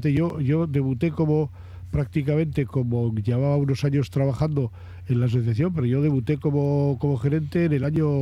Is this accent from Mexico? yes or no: no; Bilbao, Basque Country, Spain; Pues no, somos de Bilbao.